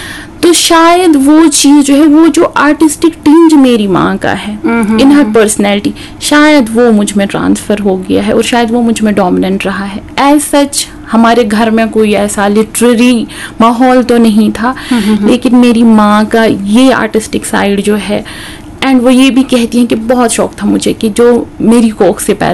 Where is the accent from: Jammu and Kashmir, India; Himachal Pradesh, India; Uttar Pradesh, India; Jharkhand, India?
Jammu and Kashmir, India; Yaripura; कुलगाम है, वहाँ से ताल्लुक़ रखती हूँ। वहाँ का एक छोटा सा कस्बा है यारीपुरा, जहाँ मैं पैदा हुई हूँ, पली बड़ी हूँ, और वहाँ से ही उसी कस्बे से मैंने तालीम भी हासिल की है।